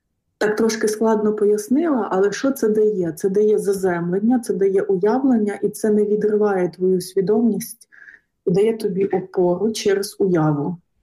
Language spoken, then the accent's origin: Ukrainian; Luhansk Oblast, Ukraine; були друзі, які ніколи не були на Донбасі, саме в Донецьку і саме на Луганщині, Центроцитівський район, звідки я родом.